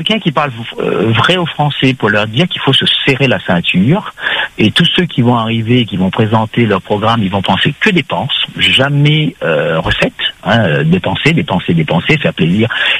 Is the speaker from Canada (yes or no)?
no; France; on est Français